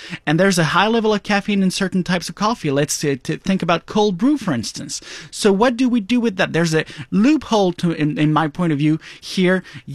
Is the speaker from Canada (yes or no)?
yes; Joliette, Quebec, Canada; I come from Joliet. You know, the reality in Joliet is completely different from the reality in Montreal.